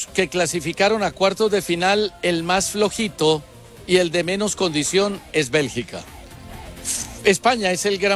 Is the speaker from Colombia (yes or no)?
yes; Colombia; Yo la verdad es que no entiendo a mi pueblo, no entiendo a mi Colombia querida